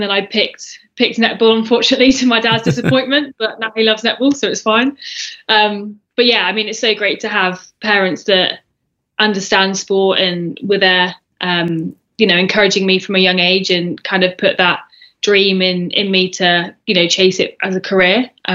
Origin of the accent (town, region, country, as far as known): Bedford, East of England, United Kingdom; born or raised there